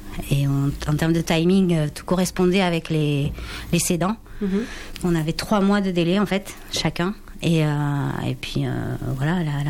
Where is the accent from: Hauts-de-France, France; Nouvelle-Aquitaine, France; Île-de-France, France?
Nouvelle-Aquitaine, France; now in Gavarnie, France; On vient de Gironde. Voilà, on travaillait dans le milieu scolaire. On était gestionnaire de restaurants scolaires dans une petite ville près de Bordeaux.